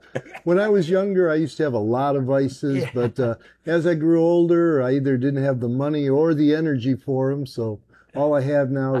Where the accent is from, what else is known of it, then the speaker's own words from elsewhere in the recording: Cuyahoga Falls, Ohio, United States; also born or lived in Miami Beach, Florida; I'm from Cuyahoga Falls. It's a great place. I was originally born in Miami Beach, but located up here.